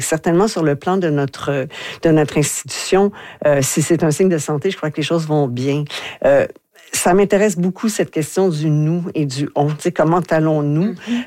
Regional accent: Quebec, Canada; Moi, ma grande découverte, en tant que Québécoise, hein, quand on vit au Québec

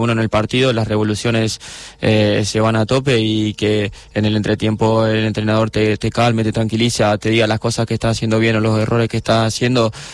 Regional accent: Argentina; más que yo soy de Argentina

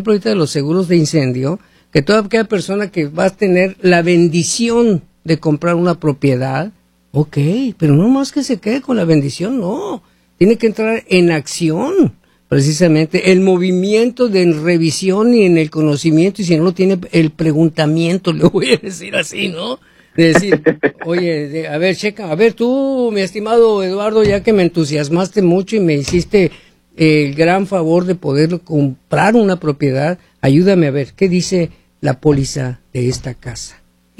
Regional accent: United States; para nosotros como pueblo estadounidense

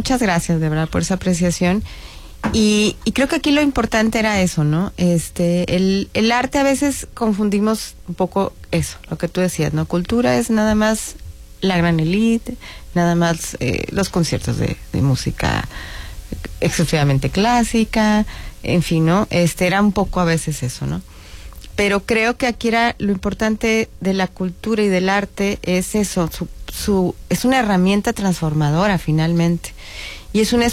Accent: Torreón, Coahuila, Mexico; moved away as an adult; now in Saltillo, Mexico; me quedé aquí. Estoy muy feliz en Saltillo. Amo mi tierra, pero estoy muy feliz en Saltillo.

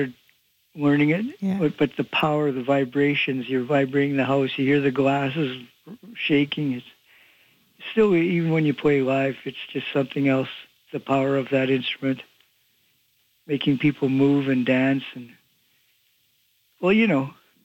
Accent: Winnipeg, Manitoba, Canada; And I said, " … I'm from Winnipeg."

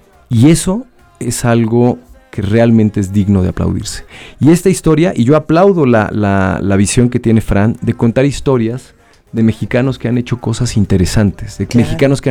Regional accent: Mexico; Entonces nosotros como mexicanos creo que también tenemos la obligación de contar historias

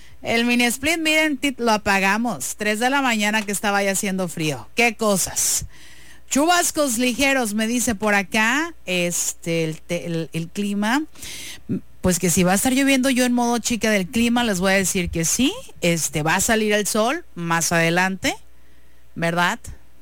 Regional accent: Mexico; así me verán, con una bandera de México, porque soy orgullosamente mexicana.

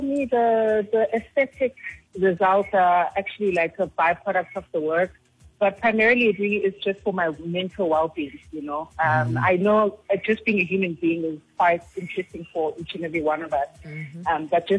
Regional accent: Pietermaritzburg, KwaZulu-Natal, South Africa; moved away; also born or lived in Durban / Vaal, Gauteng; So I was born in Durban, raised in Pietermaritzburg

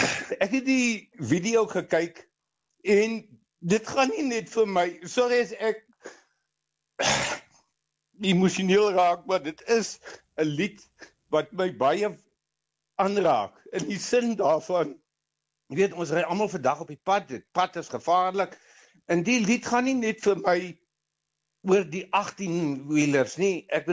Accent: Mossel Bay, Western Cape, South Africa; moved away as an adult; also born or lived in Oudtshoorn; now in Limpopo, South Africa; Ek is op Mosselbaai gebore. In 1963 toe is dit wat ek die lig aanskou daarso. En ek het my skoolloopbaan in Mosselbaai in eers by 'n klein laerskooltjie Buffelfontein

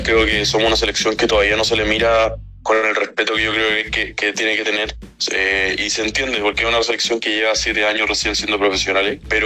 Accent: Chile; moved away as an adult; now in France; respecto a ser el único chileno en la liga

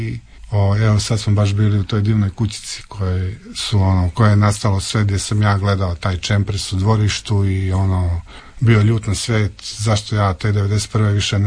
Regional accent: Dalmatia, Croatia; Ja sam zapravo Dalmatinac, to je ono moj.

